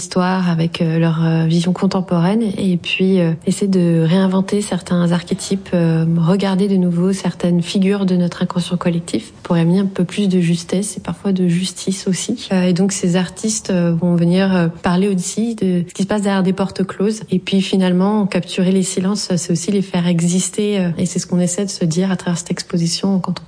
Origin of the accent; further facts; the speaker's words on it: Iran; Je viens d'Iran, donc en fait, ces cheveux étaient toujours un objet de débat, quelque chose de très tabou.